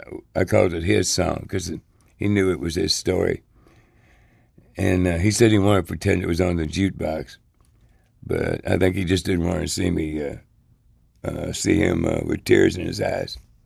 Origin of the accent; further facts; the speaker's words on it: Maywood, Illinois, United States; I was 10 miles directly from the lakefront. That's how close Maywood was to the edge of Chicago. We grew up on Madison Avenue, which is the dividing line between North Chicago and the North Side and the South Side.